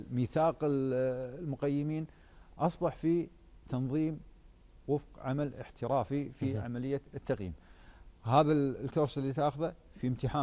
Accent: Kuwait; عندنا بالكويت

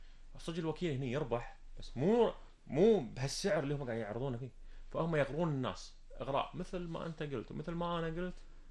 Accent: Kuwait; إحنا عندنا بالكويت

